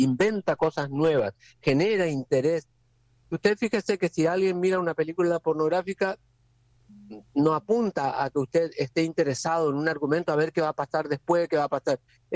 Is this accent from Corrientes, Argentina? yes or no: yes; Corrientes, Argentina; now in Buenos Aires, Argentina; yo, que soy correntino, pero también vivo en Buenos Aires.